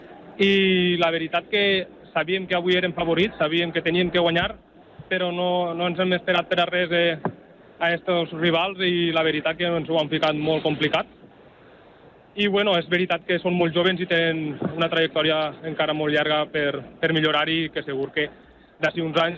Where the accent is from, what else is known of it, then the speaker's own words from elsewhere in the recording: Tírig, Valencian Community, Spain; Sí, jo soc de Tírig.